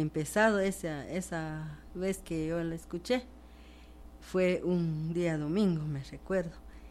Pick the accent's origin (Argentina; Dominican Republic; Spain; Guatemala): Guatemala; Patzicía, Chimaltenango; yo soy de Patzicía.